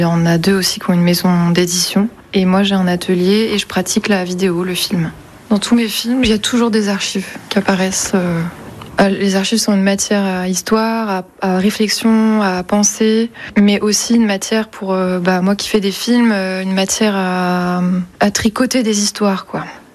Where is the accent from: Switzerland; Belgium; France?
France; Lyon, Auvergne-Rhône-Alpes; moved away as an adult; also born or lived in Ardèche; now in Cotentin, France; Moi, j'ai grandi à Lyon, enfin, entre Lyon et l'Ardèche. Je suis arrivée dans le Cotentin.